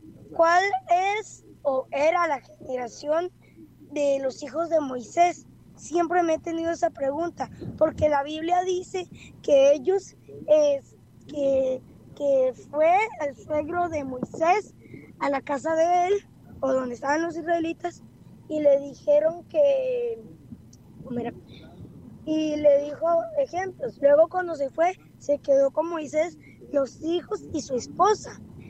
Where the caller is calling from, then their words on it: Cartago, Costa Rica; de Cartago.